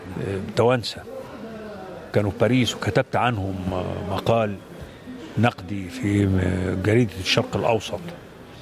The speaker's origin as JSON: {"language": "Arabic", "region": "Cairo Governorate", "country": "Egypt", "said": "عندنا في القاهرة"}